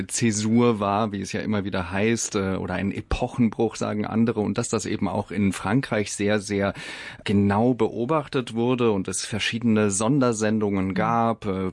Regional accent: Bavaria, Germany; ich bin ja aus Bayern und ich kenne nur CSU-Regierungen.

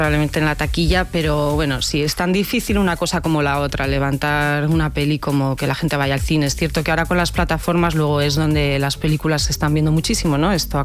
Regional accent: Santander, Cantabria, Spain; Yo soy de Santander

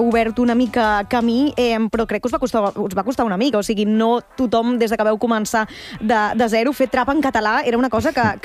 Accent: Caldes de Montbui, Catalonia, Spain; jo sóc de Caldes de Montbui, sóc del Vallès, o sigui, estem al costat. Sí. Per tant, jo us vaig començar a escoltar quan jo era molt jove. O sigui, jo sóc del 97

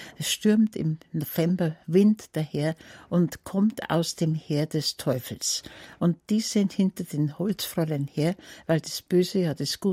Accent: Niederding, Bavaria, Germany; moved away; also born or lived in Munich; Mein Geburtsjahr ist 1934. Aber ich bin nicht in München aufgewachsen, sondern in Niederding, das kennen vielleicht ein paar, zwischen Erding und Freising, ein kleines Dorf mit einer sehr schönen Kirche. Da war mein Vater Lehrer

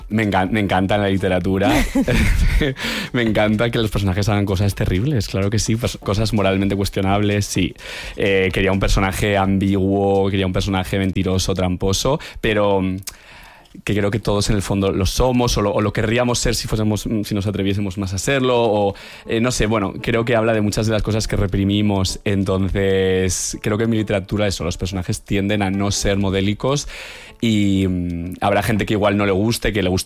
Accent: Navarre, Spain; yo también vengo de un pueblo de Navarra

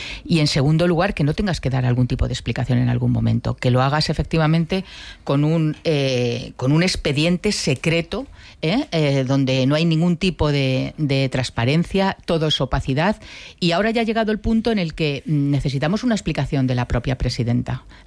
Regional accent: Madrid, Community of Madrid, Spain; como yo soy periodista y soy madrileña, sí exijo una explicación.

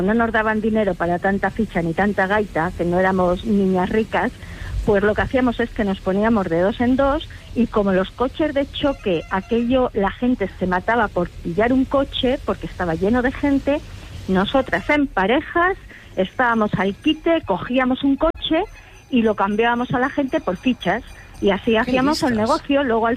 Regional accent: Béjar, Castile and León, Spain; soy de Béjar, en la provincia de Salamanca

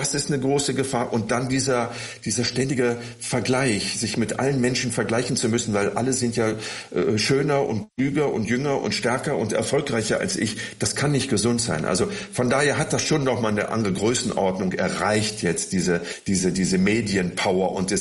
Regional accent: Bonn, North Rhine-Westphalia, Germany; Ich bin in Bonn geboren und habe bis zum 18., 19. Lebensjahr in Bonn gelebt, bin dann auf die Schauspielschule nach Düsseldorf gegangen

